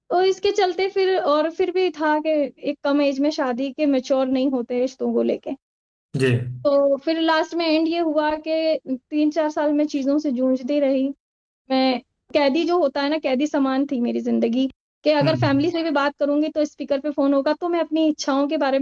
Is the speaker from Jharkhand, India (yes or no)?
no; Ajmer, Rajasthan, India; मैं अजमेर राजस्थान से हूँ और मैं जिस समाज की महिला हूँ, पहले तो मैं अपने बारे में बताऊंगी कि जिस समाज से आती हूँ, मैं मुस्लिम तबके से आती हूँ, मुस्लिम तबके की महिला हूँ मैं।